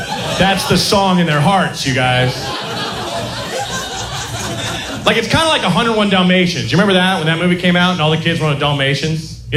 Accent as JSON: {"language": "English", "region": "Oregon", "country": "United States", "said": "Okay, I'm from Oregon."}